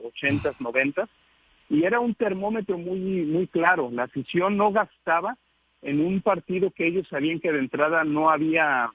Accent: Guadalajara, Jalisco, Mexico; moved away; Yo viví mi experiencia de niño y de adolescente en Guadalajara, en una ciudad que es súper futbolera, yo creo que es la meca del fútbol, podríamos decir, del país

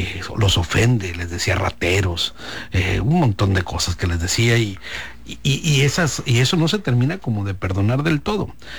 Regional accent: Mexico; Pero creo que si algo nos une a los mexicanos es que no necesariamente somos pro gringos.

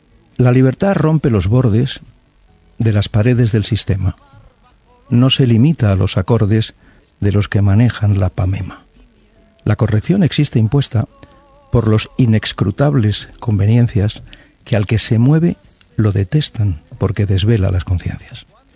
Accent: Barcelona, Catalonia, Spain; Recordo que al meu barri, a Sant Gervasi, hi havia un alcalde d'aquell moment

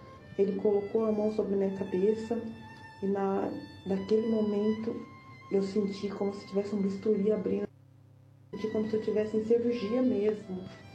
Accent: São José dos Campos, São Paulo, Brazil; sou da cidade de São José dos Campos.

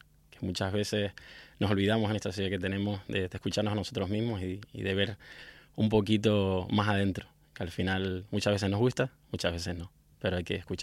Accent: Santa Úrsula, Canary Islands, Spain; moved away as an adult; De Canarias, de Tenerife, de Santa Úrsula.

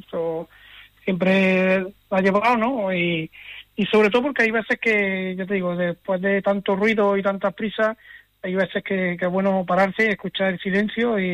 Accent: Pedroche, Andalusia, Spain; now in Córdoba, Spain; Yo siempre he dicho que este es mi pueblo

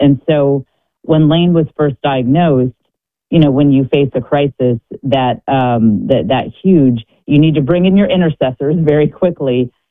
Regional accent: Austin, Texas, United States; I mean, I'm from Austin, Texas. I don't have any connection with Green Bay

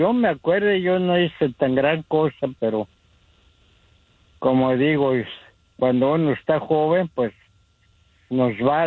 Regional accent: Oaxaca, Mexico; moved away; Yo soy de México, de Oaxaca.

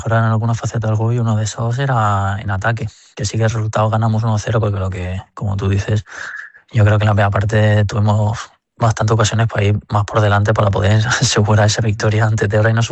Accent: Mallorca, Balearic Islands, Spain; born there; also born or lived in Manchester, United Kingdom; now in Puente Genil, Spain; nací en Manchester y con 9 años decidí mis padres que querían terminar viviendo en Mallorca y en España y no me quedó otra.

